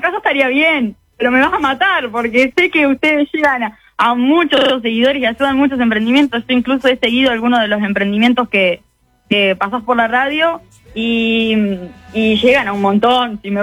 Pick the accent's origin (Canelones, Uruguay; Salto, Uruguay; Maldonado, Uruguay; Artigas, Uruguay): Maldonado, Uruguay; Mismo en de acá, yo soy de Maldonado, nos conocemos acá